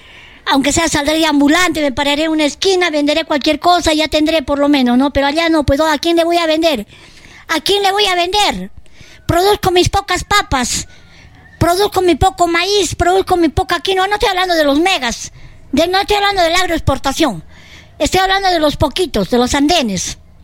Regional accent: Arequipa, Peru; Esa es Arequipa. ¡Feliz día Arequipa! ¡Ay, somos arequipeños!

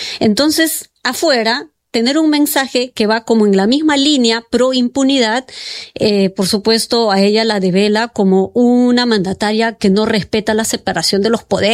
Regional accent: Cayara, Ayacucho, Peru; el caso Cayara, que es el de mi pueblo

